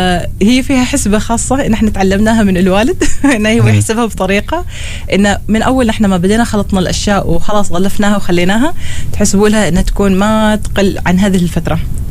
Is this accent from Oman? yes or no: yes; Oman; نحن عندنا في عمان